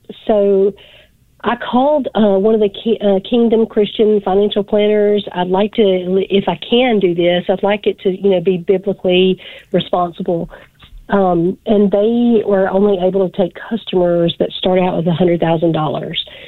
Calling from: Louisiana, United States; Yes, this is Louisiana.

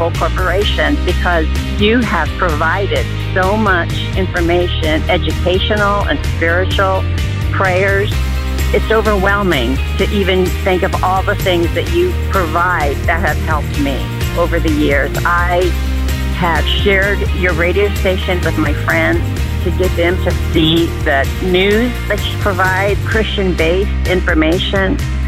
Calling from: Indiana, United States; I'm from Indiana.

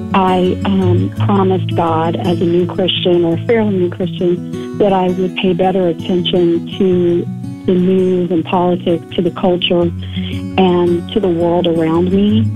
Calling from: Virginia, United States; I'm calling from Virginia.

